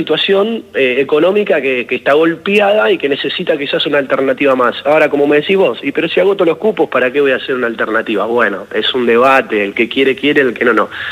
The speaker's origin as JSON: {"language": "Spanish", "country": "Argentina", "said": "nosotros como argentinos, o luego mismo los atletas argentinos"}